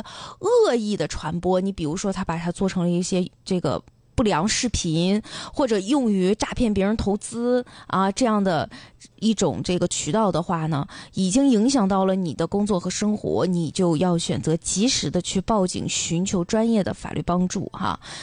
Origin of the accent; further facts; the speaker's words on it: Northeast China, China; 我一个东北人